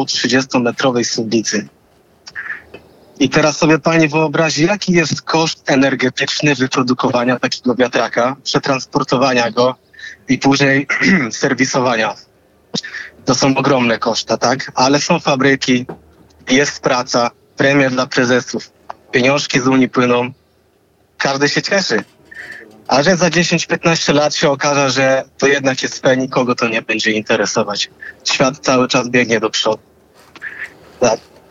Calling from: Szczecin, West Pomeranian Voivodeship, Poland; Wie pani, ja mieszkam w Szczecinie

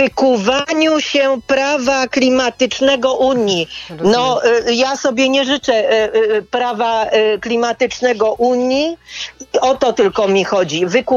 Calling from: Warsaw, Masovian Voivodeship, Poland; tutaj u nas w Warszawie

